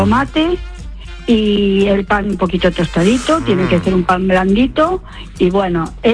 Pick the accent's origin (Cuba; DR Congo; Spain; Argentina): Argentina; Bueno, mi bocata, como una argentina que soy, es el choripán.